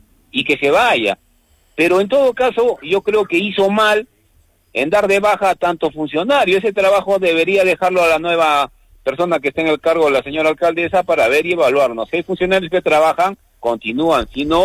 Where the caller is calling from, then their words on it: Arequipa, Peru; desearle como ciudadano, como arequipeño